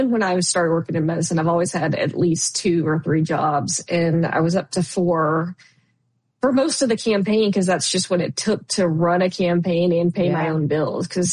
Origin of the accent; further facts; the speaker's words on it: Texas, United States; I mean, because I am originally from Texas, Cornyn had been in office for as long as I can remember.